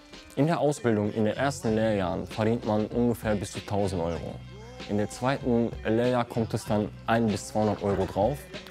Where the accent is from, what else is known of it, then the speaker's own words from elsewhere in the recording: Bulgaria; German is a second language; now in Germany; 2009 kam ich nach Deutschland mit meiner Mama. In der Hoffnung, dass wir hier eine bessere Zukunft haben. Hier gibt es ein Berufsausbildungssystem. Da, wo ich komme ja aus Bulgarien